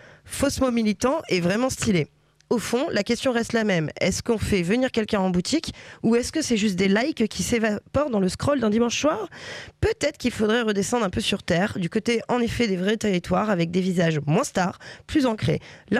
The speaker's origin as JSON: {"language": "French", "town": "Lille", "region": "Hauts-de-France", "country": "France", "said": "en tant que Lilloise"}